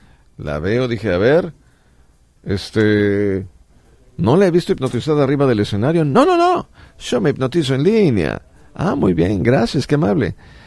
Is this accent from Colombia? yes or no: no; Culiacán, Sinaloa, Mexico; A ver, yo vengo de Culiacán y vengo de México y Estados Unidos a Buenos Aires.